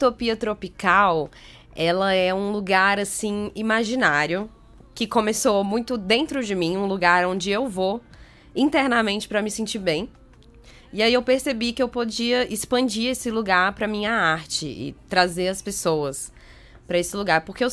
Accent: Brasília, Federal District, Brazil; Sou nascida e criada aqui em Brasília.

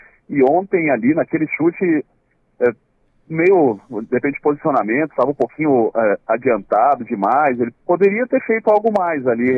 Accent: Rio Grande do Sul, Brazil; eu sou lá do Rio Grande do Sul e acompanhei de perto o surgimento do Alisson lá no Inter e tudo.

